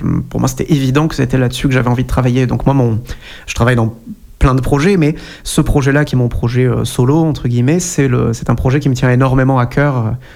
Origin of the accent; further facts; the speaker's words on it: Martinique; Parce que j'ai grandi en Martinique et que j'ai eu la chance d'avoir l'enseignement d'une professeure cubaine pendant quelques années.